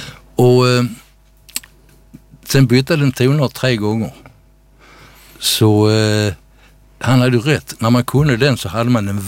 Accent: Eslöv, Skåne, Sweden; Och så var vi många, jag kommer från Eslöv, så var vi rätt många fastar i Eslöv.

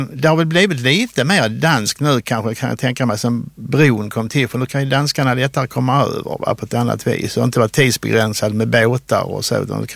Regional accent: Lund, Skåne, Sweden; born there; also born or lived in Denmark; Jag är född i Lund, men har danska föräldrar, så vi har ju bott i Danmark också lite grann. Så bara turen till Danmark ett tag och sen kommer tillbaka igen till Sverige.

